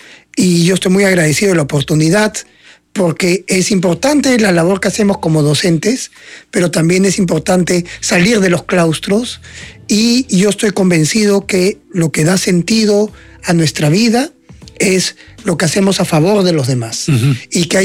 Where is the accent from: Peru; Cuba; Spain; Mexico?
Peru; Miraflores, Lima; also born or lived in Argentina / Yarinacocha; Yo me siento, así como soy peruano-argentino, también soy miraflorino y yarinense. mi identidad es múltiple.